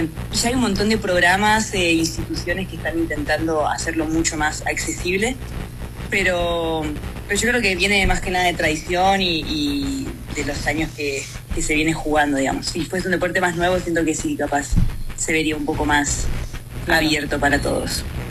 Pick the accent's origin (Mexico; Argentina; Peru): Argentina; San Martín de los Andes, Neuquén; yo soy de San Martín de los Andes, nada, y me crié, ahí nací